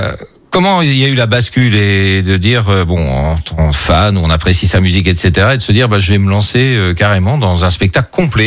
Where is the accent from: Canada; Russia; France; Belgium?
France; Normandy; C'est bien d'apprendre qu'on trouve pas de musiciens dans le Nord, mais chez nous en Normandie.